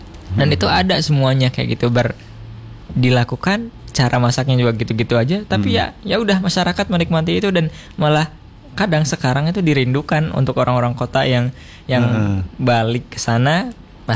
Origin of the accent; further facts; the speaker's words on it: West Java, Indonesia; rumah panggung sekarang udah sulit ditemukan di daerahku, terutama ya daerah Lemasugi, Bantarujik